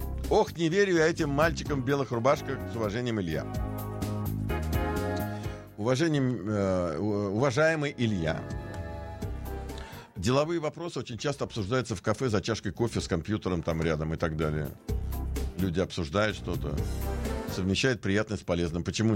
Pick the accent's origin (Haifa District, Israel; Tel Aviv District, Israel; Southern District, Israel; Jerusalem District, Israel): Southern District, Israel; Ashkelon; Добрый день … из Ашкелона. Я никогда не забуду, что произошло 25 лет тому назад.